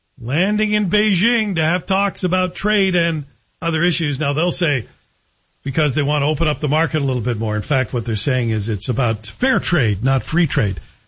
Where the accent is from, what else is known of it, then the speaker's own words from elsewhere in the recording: Canada; We, as Canadians, should decide.